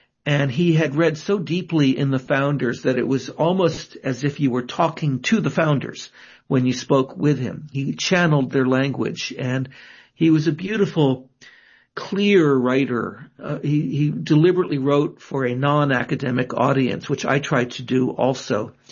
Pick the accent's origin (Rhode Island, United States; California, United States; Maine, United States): Rhode Island, United States; I grew up in Rhode Island, where I am now. I went to a Quaker high school, and then I went to Harvard undergrad and grad school